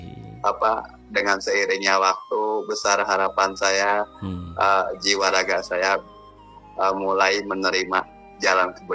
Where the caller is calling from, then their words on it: Indonesia; saya cuma taunya bahasa Indonesia gitu loh Pak. Kan saya asli orang Indonesia, bukan orang yang dari tanah gurun pasir sana